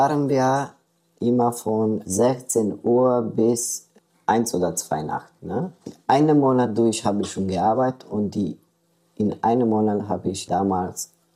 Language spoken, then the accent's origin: German; Romania; German is a second language; moved away as an adult; now in Germany; Ich komme aus Rumänien.